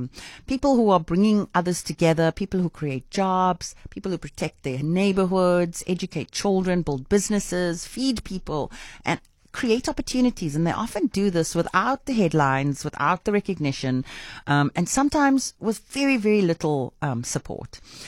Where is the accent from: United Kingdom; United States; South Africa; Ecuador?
South Africa